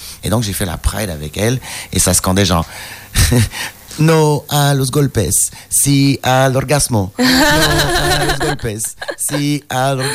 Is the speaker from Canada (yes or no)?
yes; Montreal, Quebec, Canada; moved away as an adult; now in Lille, France; je me sens chez moi à Montréal ou au Québec et je me sens chez moi à Lille. Je me sens pas chez moi partout en France. Je m'identifie pas du tout à la France.